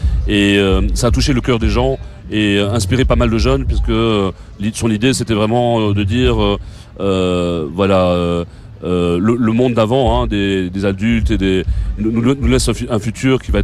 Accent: Brussels, Brussels-Capital Region, Belgium; nous, on est un collectif plutôt bruxellois, et comme on est des Bruxellois, on pense que c'est important de faire pression sur les institutions qui sont à côté de chez nous.

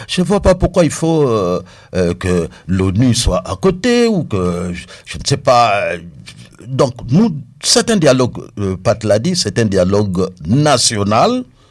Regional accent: DR Congo; Nous sommes Congolais

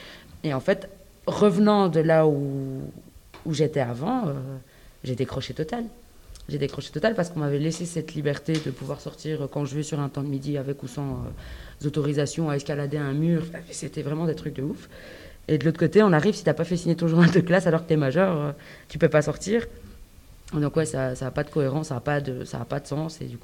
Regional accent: Belgium; moi, j'ai grandi en Belgique, je parle que français. Enfin, à l'époque, je parlais que français.

